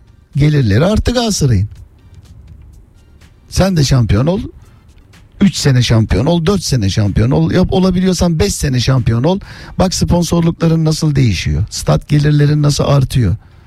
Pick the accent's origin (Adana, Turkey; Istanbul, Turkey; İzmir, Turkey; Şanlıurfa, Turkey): Istanbul, Turkey; Doğma büyüme özbeöz Beşiktaş semtinin insanıyım.